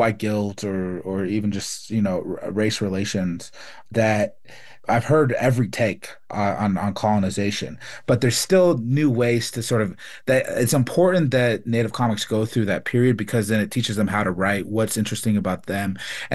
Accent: Phoenix, Arizona, United States; also born or lived in New Mexico; So I grew up in living in Phoenix, and then for winters and summers, I'd go back with my mom up in Vanderweg, New Mexico, and just live out there on the res.

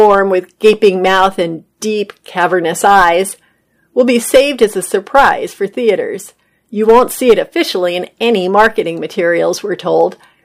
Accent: Wales, United Kingdom; Growing up in Wales with teachers for par

